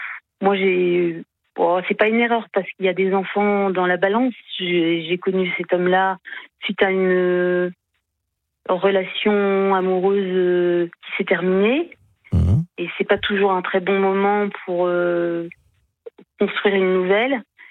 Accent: Brittany, France; born there; Alors moi, je suis née en Bretagne, mais je vis, comme beaucoup de Bretons, en région parisienne.

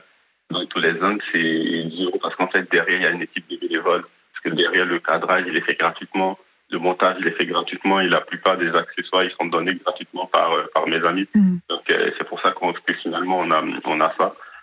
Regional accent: Côte d’Ivoire; parce que moi je viens de Côte d'Ivoire. Moi, j'ai grandi dans une ville où il n'y avait pas de cinéma.

